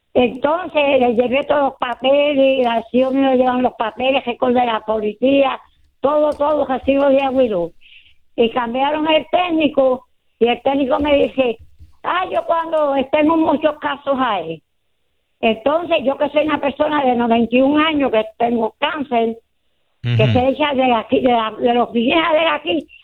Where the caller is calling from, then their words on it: San Juan, Puerto Rico; yo vivo en Lloren Toje.